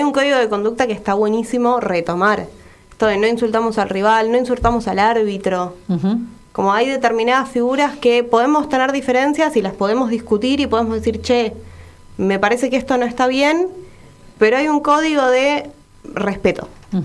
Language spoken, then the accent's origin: Spanish; Almirante Brown, Buenos Aires Province, Argentina; yo soy de Brown.